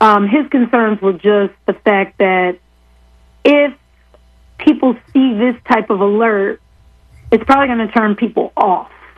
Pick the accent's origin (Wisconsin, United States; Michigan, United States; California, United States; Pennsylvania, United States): Pennsylvania, United States; I'm from Delaware County, representing the 164th, right outside of West Philadelphia